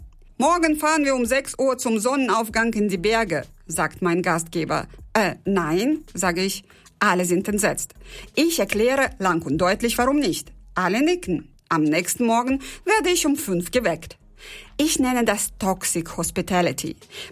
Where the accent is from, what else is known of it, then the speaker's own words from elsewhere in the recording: Uzbekistan; now in Germany; Meine Heimat Usbekistan hat mich überrascht. Moderne Hochhäuser, 6-spurige Straßen, hippe Bars und in der Metro kann man inzwischen sogar mit dem Fingerabdruck bezahlen.